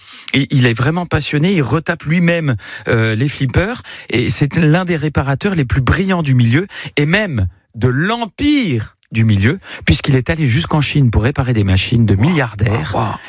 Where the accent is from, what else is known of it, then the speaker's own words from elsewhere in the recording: Grand Est, France; On sait qu'on est lorrain parce qu'on répare des flippers.